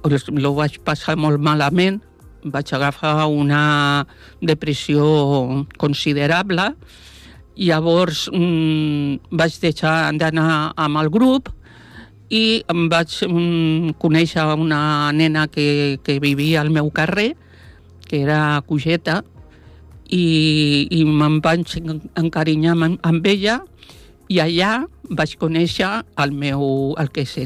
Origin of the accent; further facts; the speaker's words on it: L'Hospitalet de Llobregat, Catalonia, Spain; moved away as an adult; also born or lived in Sant Cugat del Vallès; jo vaig néixer a Sant Cugat del Vallès, però als 2 anys ens van anar a l'Hospitalet de Llobregat i vaig estar allà fins que ens va casar.